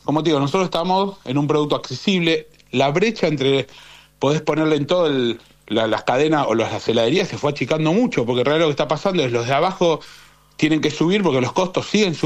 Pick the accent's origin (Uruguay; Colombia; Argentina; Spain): Argentina; Villa Bosch, Buenos Aires Province; yo soy de 3 de febrero, soy de Villa Bosch.